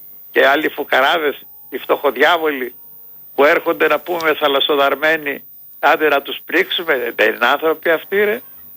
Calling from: Greece

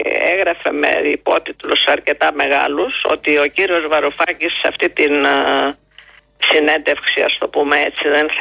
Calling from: Greece; σαν Έλληνες που είμαστε.

